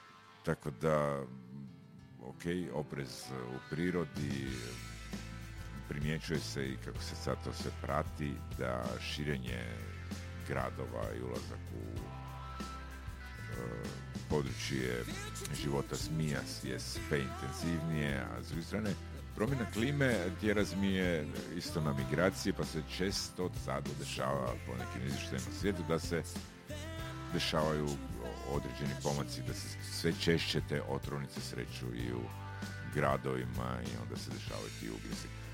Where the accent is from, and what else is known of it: Croatia